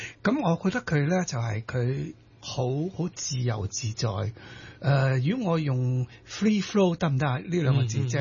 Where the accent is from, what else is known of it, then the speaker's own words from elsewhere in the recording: Chaozhou, Guangdong, China; 我是潮州人。我係潮州人。